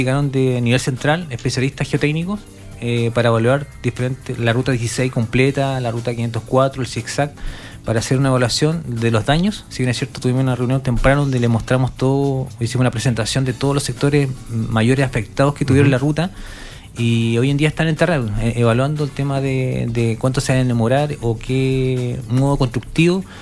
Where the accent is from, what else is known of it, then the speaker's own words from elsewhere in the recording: Chile; nosotros como chilenos